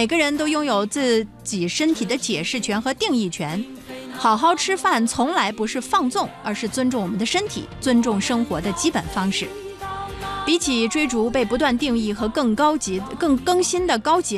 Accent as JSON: {"language": "Chinese", "country": "China"}